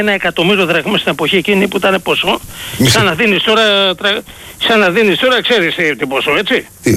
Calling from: Piraeus, Attica, Greece; από Πειραιά.

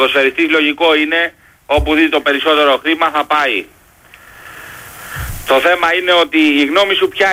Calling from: Ilion, Attica, Greece; είμαι από το Ήλιον.

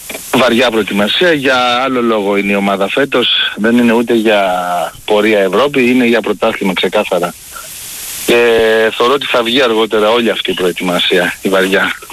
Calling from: Lamia, Central Greece, Greece; εμείς εδώ Λαμία ακούμε τον Sport FM από το Radio Net

